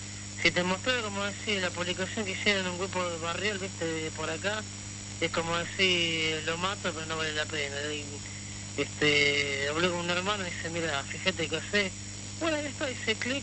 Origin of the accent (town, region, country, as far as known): La Tablada, Buenos Aires Province, Argentina